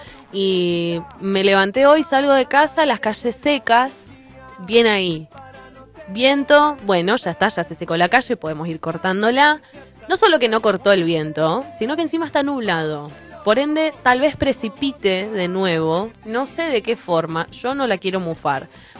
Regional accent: Argentina; si algo que no somos los argentinos es humildes

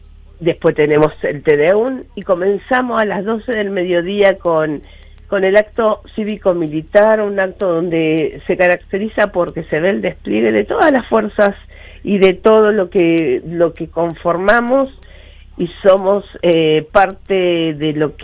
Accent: Comandante Luis Piedra Buena, Santa Cruz, Argentina

